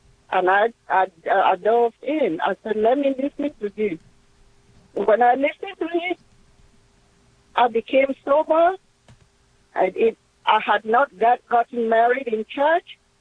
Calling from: Houston, Texas, United States; I'm calling from Houston, Texas on 1430 a.m.

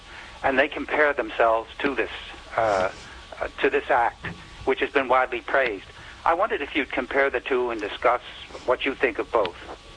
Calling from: Houston, Texas, United States; Houston, Texas.

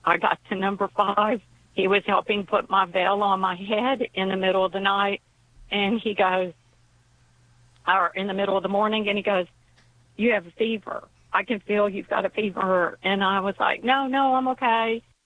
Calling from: Ely, Texas, United States; I'm actually from Ely, Texas, which is about 20 miles east of Columbus. It's also on Interstate 10.

